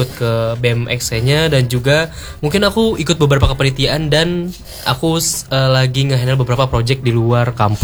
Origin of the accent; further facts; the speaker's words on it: Banten, Indonesia; moved away as an adult; now in Bogor, Indonesia; karena kebetulan aku dari tetangga di Banten.